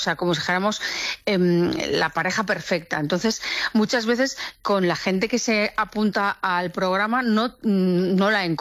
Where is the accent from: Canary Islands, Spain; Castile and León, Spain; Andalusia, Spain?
Castile and León, Spain; León; Pues yo soy de León.